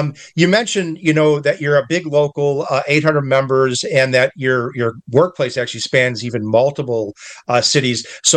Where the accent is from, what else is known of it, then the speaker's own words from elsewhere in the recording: Chicago, Illinois, United States; Growing up in Chicago, living in Chicago the vast majority of my life